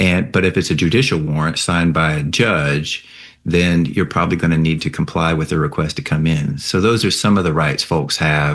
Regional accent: United States; And I was born here and lived my whole life here.

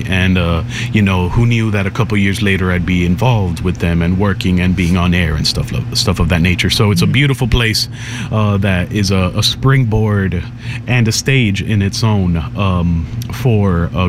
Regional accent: Miami, Florida, United States; moved away as an adult; now in Chapel Hill, United States; I grew up in Miami

